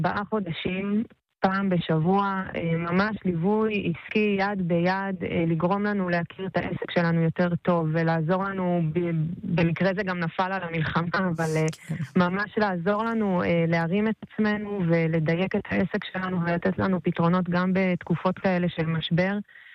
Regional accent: Kibbutz Yiftah, Northern District, Israel; אנחנו היינו מפונים, אנחנו מקיבוץ יפתח, זה ממש על גבול לבנון.

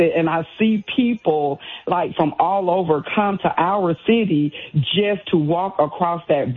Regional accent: Selma, Alabama, United States; to say that I am from Selma, Alabama, and he was here in our great city

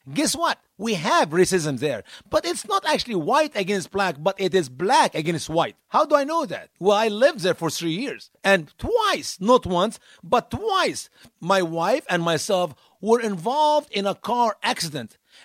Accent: Egypt; now in United States; Because I was born in Egypt. My home country is one of the many countries in Africa, so I am more of an African than an American.

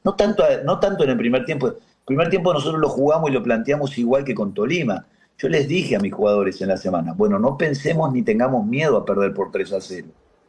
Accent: Uruguay; Ojo, yo lo entiendo el clima porque aparte soy uruguayo, imagínate.

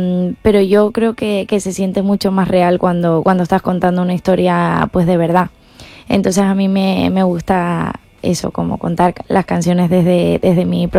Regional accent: La Palma, Canary Islands, Spain; cuando abrí el concierto de … que fue en mi pueblo, el camerino estaba en el colegio en el que yo había crecido.

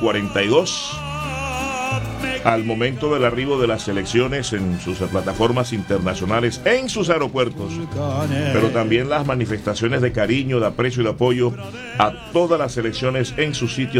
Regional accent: Colombia; 6:33 con Olímpica otra vez en mi país, Colombia.

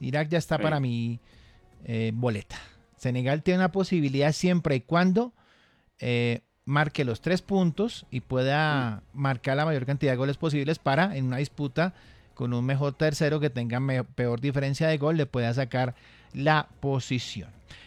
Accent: Colombia; Lo que pasa es que aquí somos colombianos.

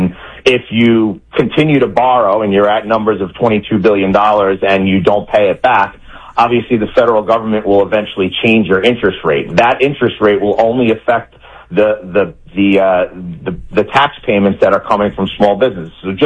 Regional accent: New York, United States; Like I said, my home state of New York, $2 million a day in fraud

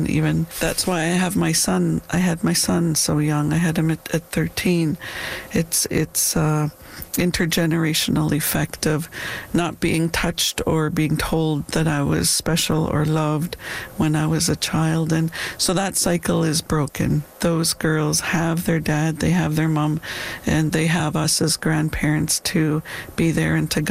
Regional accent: Dog Creek, British Columbia, Canada; I was born in Granny's house on the reserve that was built in 1965, and I was born at home.

